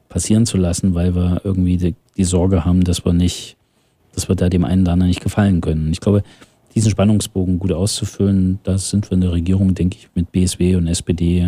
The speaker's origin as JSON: {"language": "German", "region": "Thuringia", "country": "Germany", "said": "Wenn Sie sich angucken, ich komme aus dem Saale-Holstein-Kreis, in Eisenberg war die Erstaufnahmeeinrichtung Thüringens"}